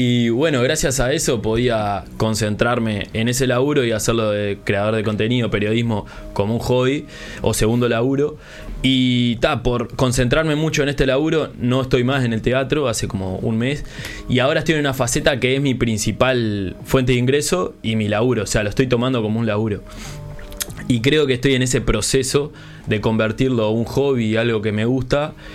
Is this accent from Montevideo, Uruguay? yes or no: no; Florida, Uruguay; yo soy de Florida